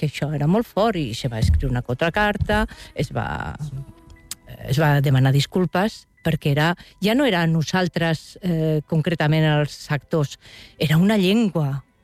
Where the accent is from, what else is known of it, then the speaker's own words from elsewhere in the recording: Valencian Community, Spain; Jo aquí he estat la valenciana, vaig a València i soc la catalana, perquè, clar, els accents...